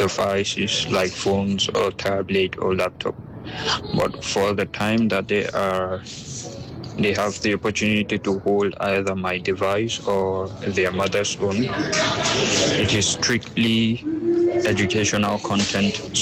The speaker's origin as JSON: {"language": "English", "country": "Nigeria", "said": "I'm from Nigeria."}